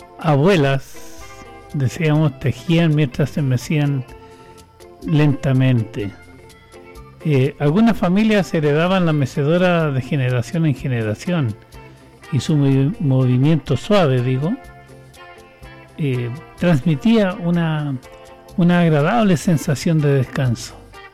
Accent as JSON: {"language": "Spanish", "town": "Rosario Lo Solís", "region": "O'Higgins", "country": "Chile", "tie": "born there", "said": "soy de... nací ahí, pues."}